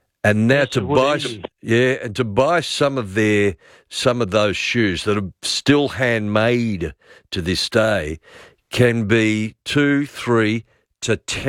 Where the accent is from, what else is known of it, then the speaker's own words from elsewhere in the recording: Australia; born there; part of that ritual growing up in Australia was Hey Hey, it's Saturday, on a Saturday night in particular.